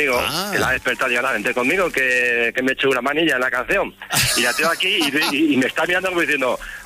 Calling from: Puertollano, Castilla-La Mancha, Spain; Te llamo desde Puerto Llano

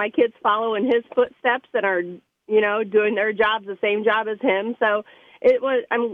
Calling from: Fort Wayne, Indiana, United States; I'm from Fort Wayne.

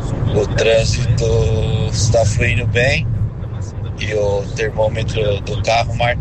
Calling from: São Bernardo do Campo, São Paulo, Brazil; Saí de São Bernardo

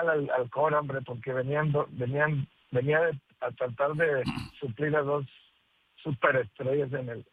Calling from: Mexico

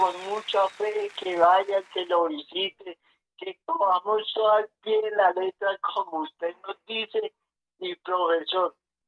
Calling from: Bogotá, Bogotá Capital District, Colombia; De aquí a Bogotá, el barrio Monte Carlo, profesor.

